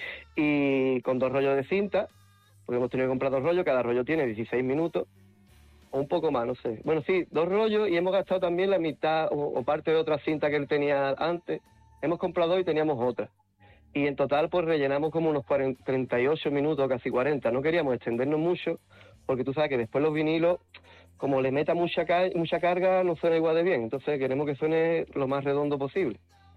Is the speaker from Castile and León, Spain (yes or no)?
no; San Pedro de Alcántara, Andalusia, Spain; Sí, yo soy de San Pedro de Alcántara.